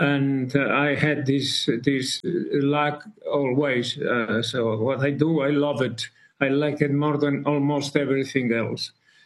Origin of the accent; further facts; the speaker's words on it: Barcelona, Catalonia, Spain; English is a second language; When I was 11, I was singing in our opera house in Barcelona, my hometown